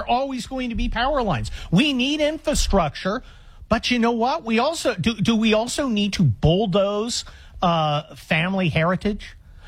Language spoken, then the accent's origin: English; San Mateo, California, United States; and I grew up right around Silicon Valley out in San Mateo, California